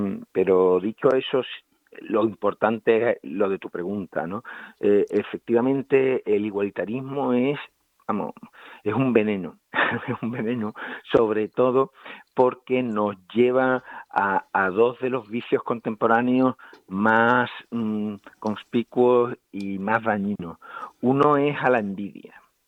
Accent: El Puerto de Santa María, Andalusia, Spain; mi pueblo, que es el Puerto de Santa María

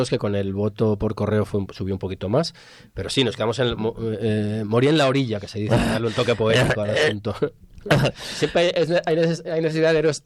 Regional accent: Cuenca, Castilla-La Mancha, Spain; yo soy de Cuenca

